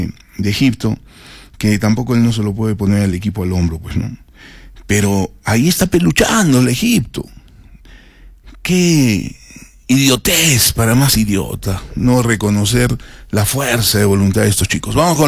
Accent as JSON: {"language": "Spanish", "country": "Peru", "said": "nosotros como peruanos no vamos hace 8 años al Mundial"}